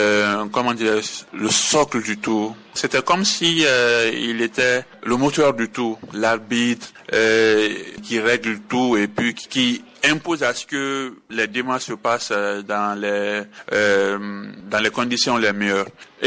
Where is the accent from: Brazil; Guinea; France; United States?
Guinea; Siguiri, Kankan Region; Entreprise, surtout même chez nous à Siguiri, c'est comme ça toujours.